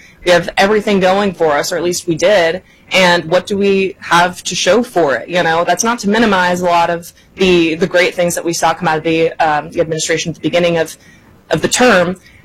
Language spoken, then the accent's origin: English; California, United States; moved away; I'm from California